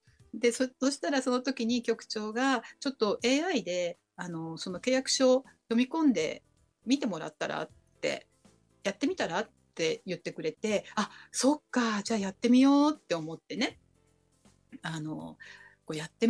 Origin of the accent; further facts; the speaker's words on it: Nagano, Japan; できれば、地元というか、要するに、長野県の、工務店さんっていう部分で